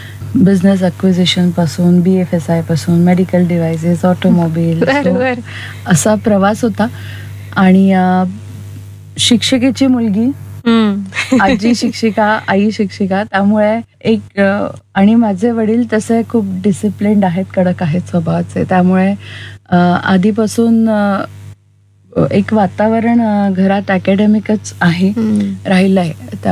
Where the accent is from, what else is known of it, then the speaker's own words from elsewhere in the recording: Nashik, Maharashtra, India; also born or lived in Pune; बालपण नाशिकमध्येच. अर्थात मी शाळेत निर्मला कॉन्व्हेंटला होते आणि नंतर 11वी 12वी KTHM